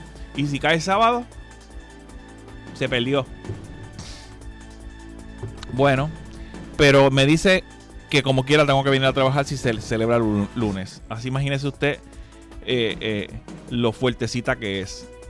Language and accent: Spanish; Quebradillas, Puerto Rico; en mi pueblo allá en Quebradillas